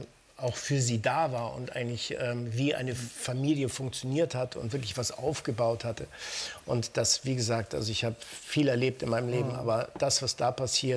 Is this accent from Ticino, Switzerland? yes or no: yes; Lugano, Ticino, Switzerland; moved away; wir sind ja aus Lugano, aus dem Ticino